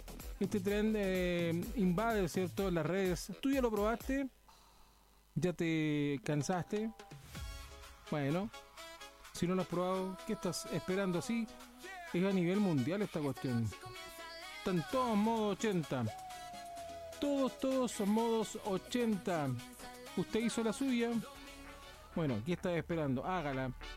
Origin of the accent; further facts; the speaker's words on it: Chile; Somos chilenos